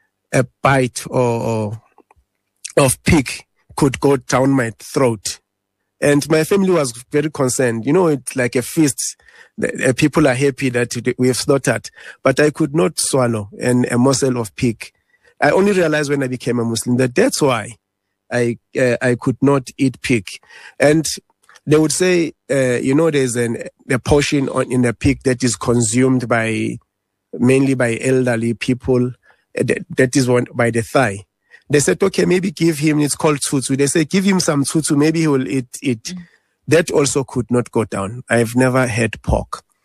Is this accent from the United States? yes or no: no; Lesotho; born there; also born or lived in South Africa; I grew up in Lesotho. My mom sent me to Lesotho because of trying to get rid of, trying to protect me from crime and so forth, because South Africa was rife at that time.